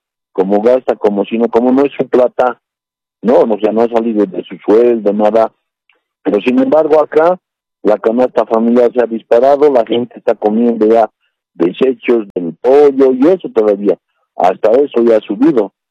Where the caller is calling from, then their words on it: El Alto, La Paz, Bolivia; de la ciudad de El Alto.